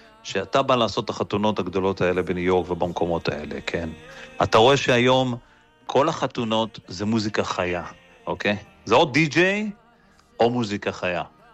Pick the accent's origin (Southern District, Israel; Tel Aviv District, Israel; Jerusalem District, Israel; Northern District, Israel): Jerusalem District, Israel; Jerusalem; אני חצי מרוקאי, חצי עיראקי, ב-99% ירושלמי.